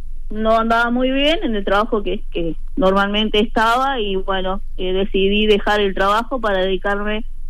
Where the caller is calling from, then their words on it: Minas, Lavalleja, Uruguay; soy de Minas.